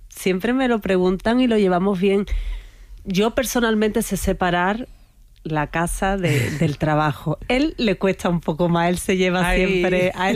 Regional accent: Jerez de la Frontera, Andalusia, Spain; Soy de Jerez, ¿no? Como del compás, ¿no?

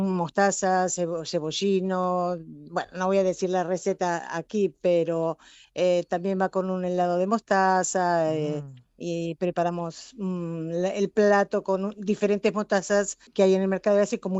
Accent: Argentina; accent: Argentine; now in Asturias, Spain; cuando somos argentinos

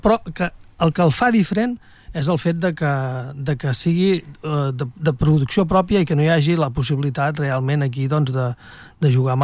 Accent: Catalonia, Spain; som catalans

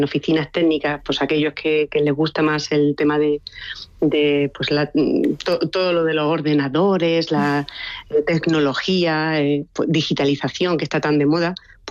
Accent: Málaga, Andalusia, Spain; moved away as an adult; also born or lived in Granada; now in Madrid, Spain; yo soy andaluza, soy granaína, pero criada en Málaga y estudio en Madrid.

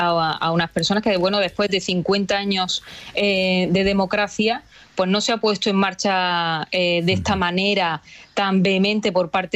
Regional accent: Spain; porque a día de hoy su voto y el mío, como españoles que somos, cada vez vale menos.

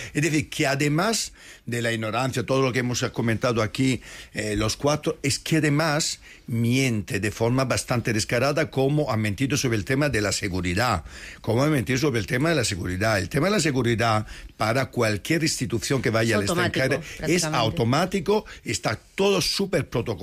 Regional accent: Madrid, Community of Madrid, Spain; Que a mí como madrileño, lo digo como madrileño

